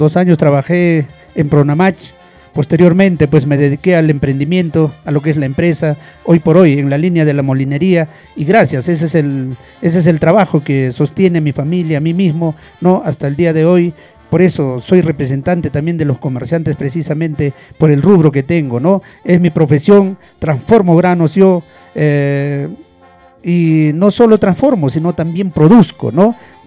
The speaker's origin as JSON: {"language": "Spanish", "town": "Hualcor", "region": "Ancash", "country": "Peru", "tie": "born or raised there", "also_born_or_lived": "Huaraz", "said": "De ahí vengo … nacido, crecido en este hermoso centro poblado de Hualcor"}